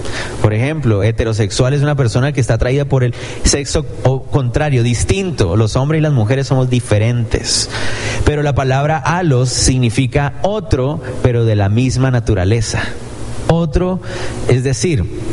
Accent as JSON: {"language": "Spanish", "town": "Cali", "region": "Valle del Cauca", "country": "Colombia", "tie": "born or raised there", "said": "cuando yo iba creciendo, empezaron a poner antenas parabólicas en toda la ciudad de Cali"}